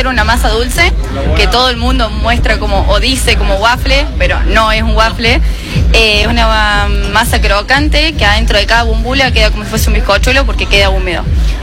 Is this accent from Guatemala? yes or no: no; Villa María, Córdoba, Argentina; now in Córdoba, Argentina; Soy como la segunda generación, digamos. Somos de Villa María y nos vinimos acá a Nueva Córdoba